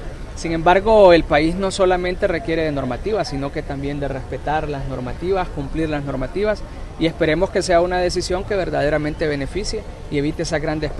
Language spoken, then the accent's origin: Spanish; Honduras